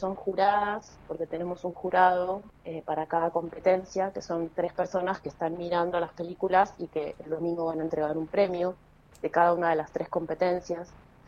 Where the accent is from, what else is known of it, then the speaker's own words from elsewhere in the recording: Buenos Aires, Argentina; now in Bariloche, Argentina; migré a Bariloche y entonces siempre estoy descubriendo qué tan porteña soy, básicamente.